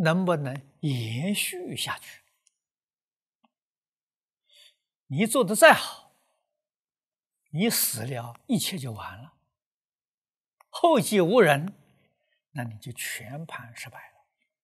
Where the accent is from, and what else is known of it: China